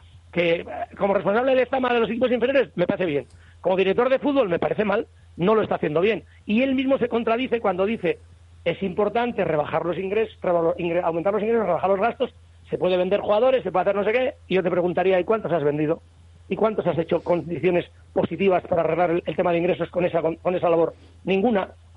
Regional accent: Bilbao, Basque Country, Spain; Digo yo, en mi pueblo, lo que pasa es que yo soy de Deusto.

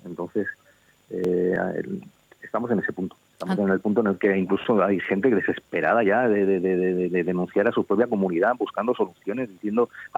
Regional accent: Hondarribia, Basque Country, Spain; somos un barrio, que somos de Hondarribia, que nos merecemos el mismo respeto y tenemos los mismos derechos

